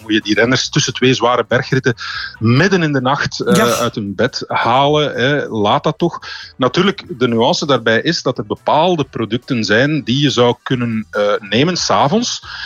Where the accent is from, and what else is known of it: Belgium